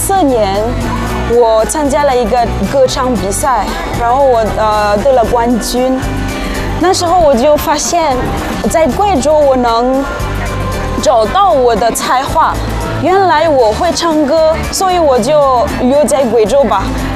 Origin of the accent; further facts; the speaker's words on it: Madagascar; Chinese is a second language; moved away as an adult; now in Guizhou, China; 我来自马达加斯加。